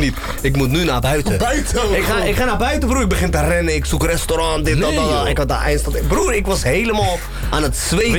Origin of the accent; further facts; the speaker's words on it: The Hague, South Holland, Netherlands; Ik kom uit Den Haag, dus sowieso ken ik het.